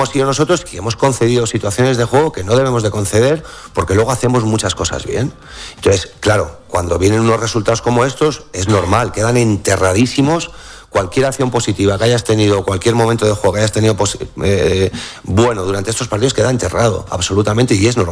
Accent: Catalonia, Spain; yo chapurreo francés porque sabéis que soy catalán y catalán sí hablo

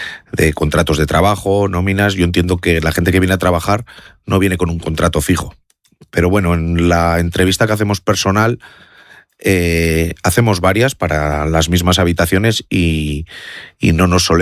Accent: Vitoria-Gasteiz, Basque Country, Spain; born there; yo nací en Vitoria, soy de Vitoria.

